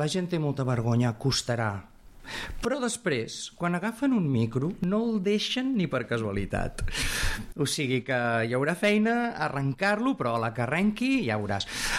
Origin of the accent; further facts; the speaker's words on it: Sabadell, Catalonia, Spain; now in Castellar del Vallès, Spain; jo no sóc de Caldes, jo sóc fill de Sabadell i visc a Castellà.